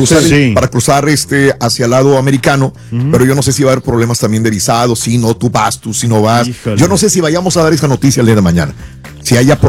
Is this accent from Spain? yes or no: yes; Spain; accent: Mexican; Soy el español más mexicano y qué bueno.